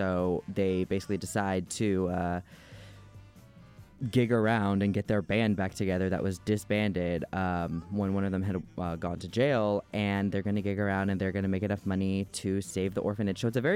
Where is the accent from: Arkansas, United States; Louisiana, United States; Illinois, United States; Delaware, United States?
Louisiana, United States; I'm Cajun